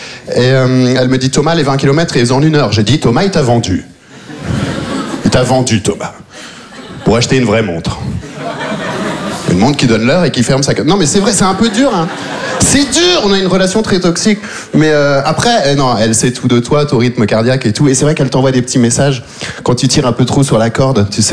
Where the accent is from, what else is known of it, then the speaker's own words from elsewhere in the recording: Belgium; voilà, c'est vrai que je viens de Belgique, je suis arrivé en Belgique quand j'avais 3 ans, j'ai vécu toute ma vie là-bas